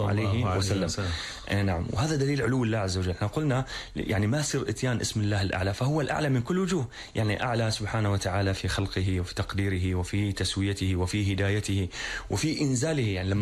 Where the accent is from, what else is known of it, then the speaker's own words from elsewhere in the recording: Syria; عندنا في سوريا